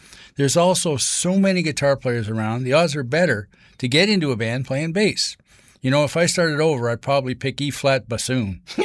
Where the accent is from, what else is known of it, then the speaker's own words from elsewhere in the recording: Toronto, Ontario, Canada; Growing up in Toronto and going through Hummer's music program really taught me a lot about music.